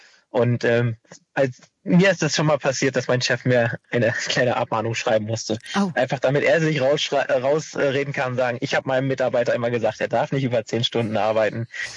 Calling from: Bad Laer, Lower Saxony, Germany

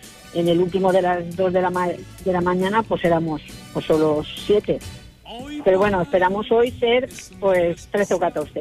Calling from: Madrid, Community of Madrid, Spain; de Madrid.

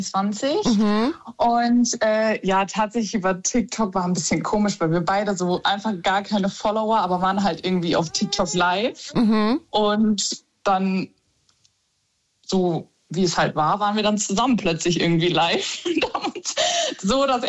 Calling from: North Rhine-Westphalia, Germany; Also ich komme aus NRW und er aus Rheinland-Pfalz.

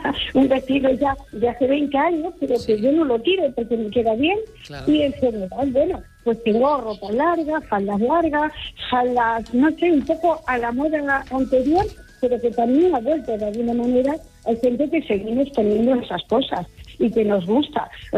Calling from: Madrid, Community of Madrid, Spain; Yo de Madrid.

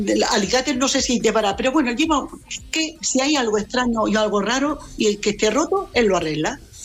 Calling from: Region of Murcia, Spain; somos de Murcia

